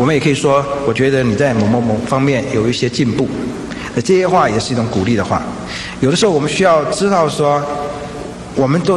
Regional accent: China; 因为我们中国人的社会或者东方的社会，多多少少有一种大男人主义的成分

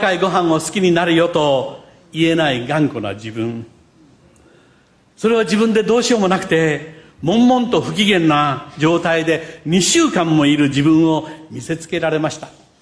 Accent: Kochi, Japan; 土佐の人間である私、いごっそうの私

